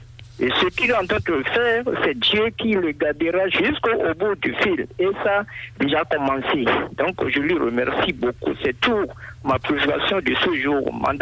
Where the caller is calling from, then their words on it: Benin; nous, les Béninois